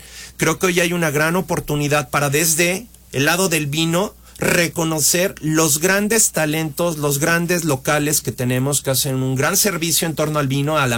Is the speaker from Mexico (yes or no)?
yes; Mexico; Y claro, yo como mexicano dirigiendo las Américas, pues lo atraje a una región que además está muy de moda.